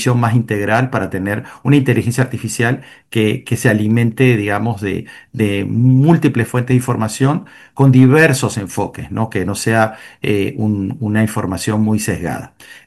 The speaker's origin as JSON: {"language": "Spanish", "country": "Panama", "said": "nos enorgullece mucho como panameños"}